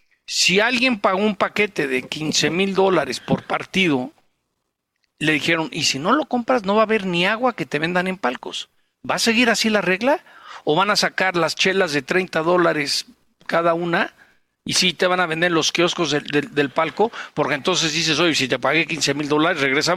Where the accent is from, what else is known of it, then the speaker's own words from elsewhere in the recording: Mexico; duele como mexicano